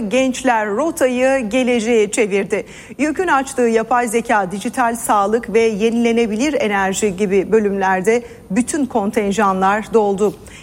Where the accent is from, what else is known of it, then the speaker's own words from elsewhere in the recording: Elazığ, Turkey; moved away; Memleketim Elazığ'a geldiğimizde